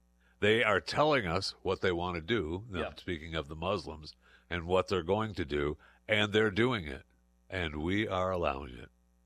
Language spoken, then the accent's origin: English; Michigan, United States; Michigan, the state of Michigan, my home state, state I was born in, is not going to.